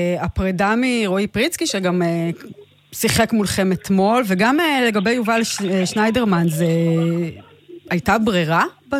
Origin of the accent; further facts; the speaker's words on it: Galilee, Israel; אני יכולה להגיד לך שמי שגדלה כילדה בגליל בעונת הדובדבנים